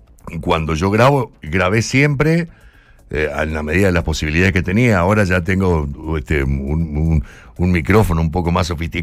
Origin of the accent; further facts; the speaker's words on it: Curuzú Cuatiá, Corrientes, Argentina; moved away; De Curuzú, Cuatía, provincia de Corrientes.